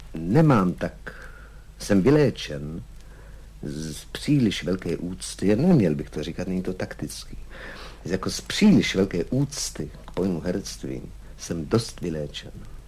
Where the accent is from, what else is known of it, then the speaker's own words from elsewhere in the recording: Prague, Czechia; Já jsem prostý chlapec ze Smeček, který se vyšvihl.